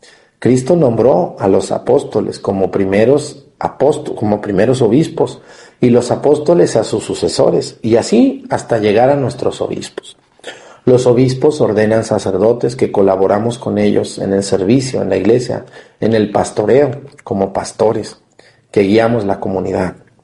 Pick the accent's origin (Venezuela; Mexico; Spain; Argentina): Mexico; Mexticacán, Jalisco; pero este es mi pueblo, Mexicacán. Yo allí nací y yo quiero a mi pueblo.